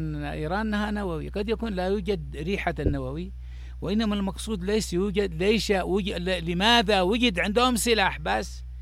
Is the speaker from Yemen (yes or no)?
yes; Yemen; عندنا في اليمن